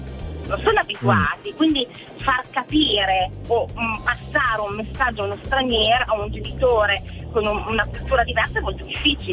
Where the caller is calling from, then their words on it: Parma, Emilia-Romagna, Italy; Chiamo in direzione Parma, adesso sono in autostrada per tornare a Parma